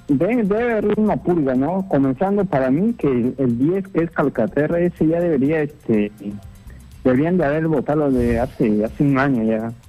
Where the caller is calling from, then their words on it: La Molina, Lima, Peru; De La Molina.